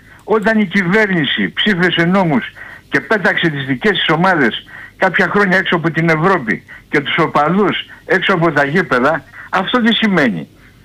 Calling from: Platamonas, Central Macedonia, Greece; από την Πλαταμόνα.

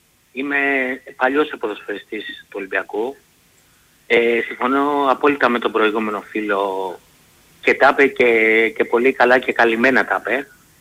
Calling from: Voula, Attica, Greece; από τη Βούλα.

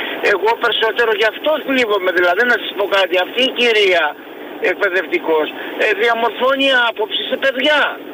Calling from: Loutraki, Peloponnese, Greece; Εδώ στην περιοχή μας, εγώ είμαι από Κόρυδο, στο Λουτράκι.

